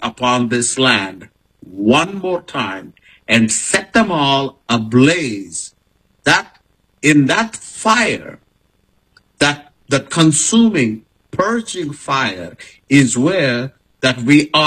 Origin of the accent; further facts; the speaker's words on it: India; even though I'm coming from India.